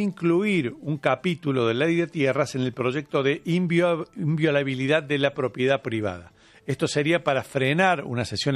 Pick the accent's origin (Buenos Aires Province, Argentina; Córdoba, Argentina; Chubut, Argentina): Córdoba, Argentina; Villa María; Saludos a todos, mis amigos de Villa María, mi ciudad natal.